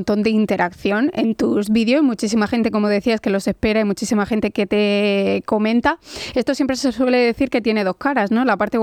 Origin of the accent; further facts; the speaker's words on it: Region of Murcia, Spain; desde los que somos murcianos hasta los que nos ven desde fuera